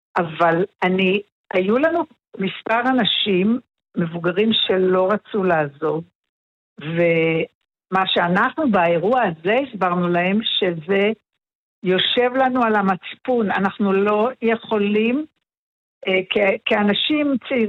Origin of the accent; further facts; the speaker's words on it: Menara, Northern District, Israel; born there; אנחנו גם גדלנו, אני בת קיבוץ גם גדלתי בתנאי פנימיה פחות או יותר, נכון? כי גדלנו בתי ילדים.